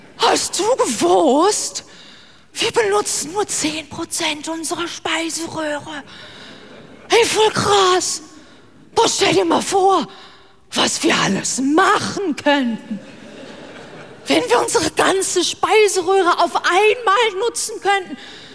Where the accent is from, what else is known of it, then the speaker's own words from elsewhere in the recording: North Rhine-Westphalia, Germany; Ich komme aus Westfalen. Als wir klein waren